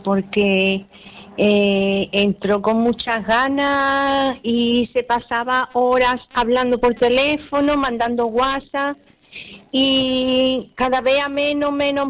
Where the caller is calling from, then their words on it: Málaga, Andalusia, Spain; Sí, de Málaga, Málaga, sí.